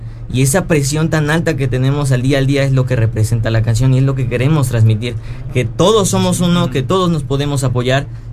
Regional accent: Mexico; lo que nos representa como mexicanos

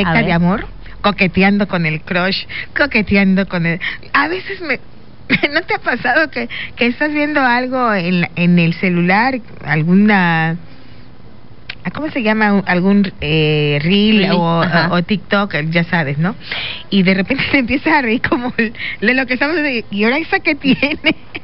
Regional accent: Mexico; nosotros, como buenos mexicanos así somos

